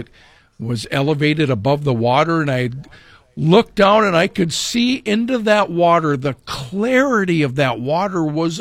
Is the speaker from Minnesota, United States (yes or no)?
yes; Duluth, Minnesota, United States; I'm a city slicker. I'm from Duluth